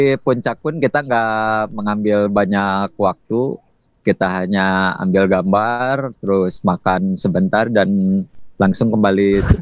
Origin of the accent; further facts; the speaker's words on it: Bandung, West Java, Indonesia; Iya. Kalau saya Bandung.